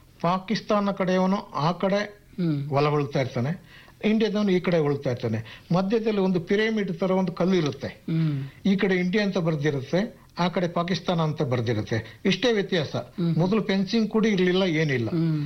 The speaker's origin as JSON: {"language": "Kannada", "town": "Kodagu", "region": "Karnataka", "country": "India", "said": "ಮತ್ತೆ ನಾವು ಮೂಲತಃ ಕೊಡಗಿನವರಾದ್ರಿಂದ ನಾವು ಸ್ವಲ್ಪ ಹಾಕಿ ಆಟಗಾರರು"}